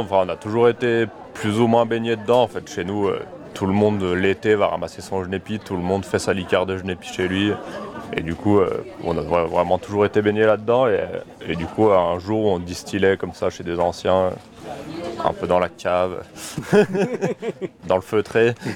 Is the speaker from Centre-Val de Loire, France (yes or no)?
no; Auvergne-Rhône-Alpes, France